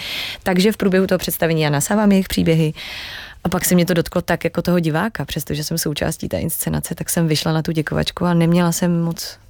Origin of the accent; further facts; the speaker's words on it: Cheb, Karlovy Vary Region, Czechia; moved away; já pocházím z Chebu